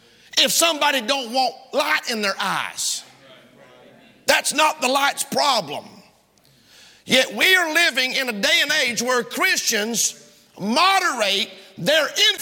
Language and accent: English; United States; as an American citizen